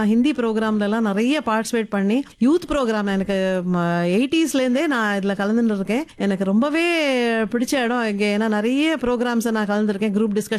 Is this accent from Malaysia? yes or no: no; Agra, Uttar Pradesh, India; born there; ஆக்ரால தான் பிறந்தேன், அதனால தான் … வச்சாங்க.